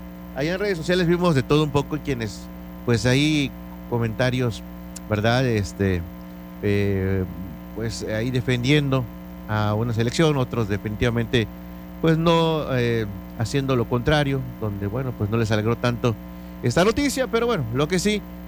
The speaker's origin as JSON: {"language": "Spanish", "country": "Mexico", "said": "somos bien mexicanos"}